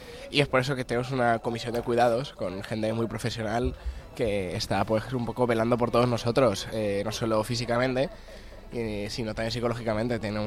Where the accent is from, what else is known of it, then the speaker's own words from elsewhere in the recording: Valencian Community, Spain; aquí la inmensa mayoría somos valencianos